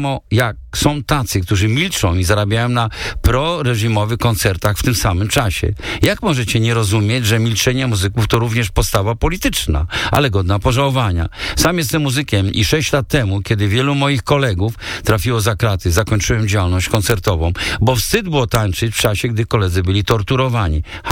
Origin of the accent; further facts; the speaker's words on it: Belarus; Sam pochodzę z Białorusi, gdzie do dziś wielu muzyków siedzi za kratami.